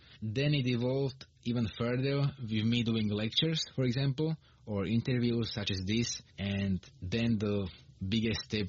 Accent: Bielý Kostol, Trnava Region, Slovakia; English is a second language; I'm from Bielý Kostol in Slovakia.

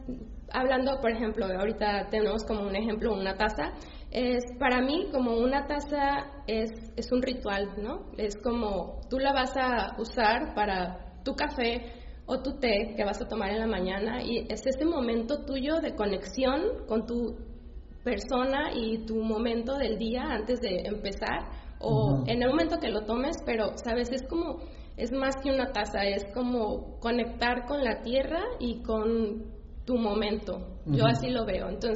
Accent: Mexico; también en especial cuando saben que soy mexicana

